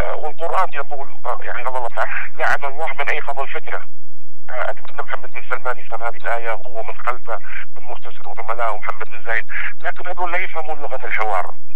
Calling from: Yemen; احنا شعب يمني لنا سيادتنا

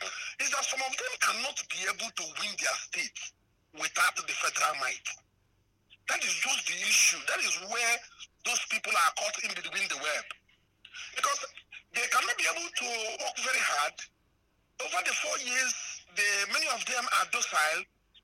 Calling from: Enugu, Enugu State, Nigeria; I come from Enugu here.

